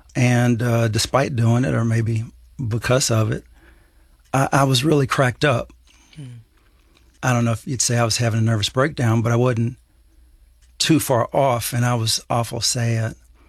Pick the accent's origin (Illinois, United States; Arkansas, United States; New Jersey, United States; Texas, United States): Texas, United States; Dallas; Well, I went to Texas. I went back to Texas. I went to Austin. I'm from Dallas. And so I had two friends in Austin.